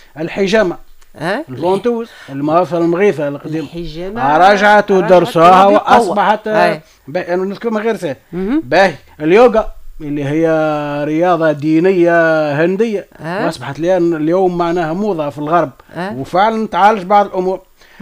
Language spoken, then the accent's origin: Arabic; Tunisia; العلاج بسم النحل تو موجود عندنا في تونس راه.